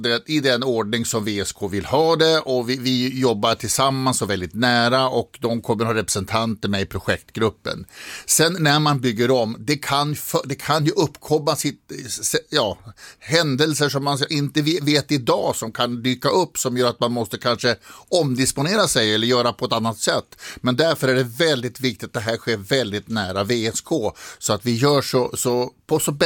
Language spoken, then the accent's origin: Swedish; Västerås, Västmanland County, Sweden; vi vill ju som västeråsare